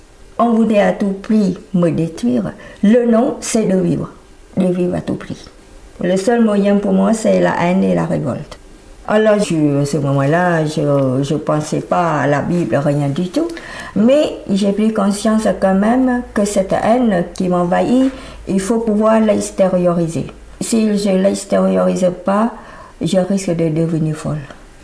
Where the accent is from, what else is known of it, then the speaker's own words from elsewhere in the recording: Phnom Penh, Cambodia; accent: city people's accent (Phnom Penh); French is a second language; moved away; Étant donné que j'étais formée à Phnom Penh, j'ai un accent, si vous voulez, des gens de ville.